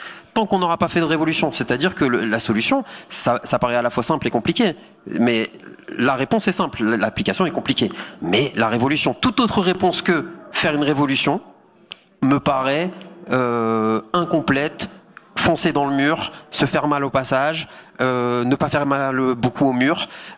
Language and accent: French; Hauts-de-France, France; Moi, je viens du Nord, de la France.